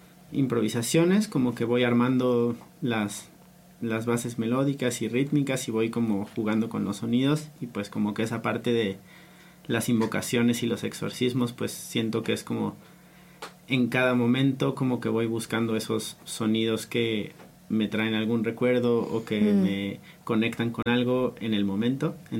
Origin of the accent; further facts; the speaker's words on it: Mexico; como que crecí moviéndome mucho en México